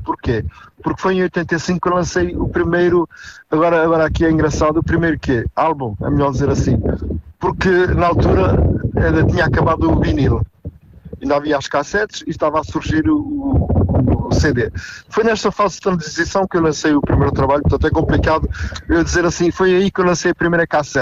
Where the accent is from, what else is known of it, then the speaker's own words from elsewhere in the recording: São João da Pesqueira, Viseu, Portugal; Depois nós somos de São João da Pesqueira, sou natural de São João da Pesqueira, provavelmente muita gente conhece, uma terra bonita, de bom vinho e azeite, principalmente isso.